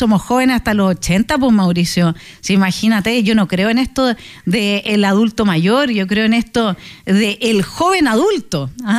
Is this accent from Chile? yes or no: yes; Villarrica, Araucanía, Chile; born there; moved away; also born or lived in Temuco; Sí, pues yo soy de Villarrica, mi familia es de Villarrica, hoy día mi papá, mi hermano viven allá. Me casé en Temuco, crecí también entre Villarrica y Temuco, porque en Villarrica había colegio alemán, solo estaba tercero básico. Y nosotros somos alemanes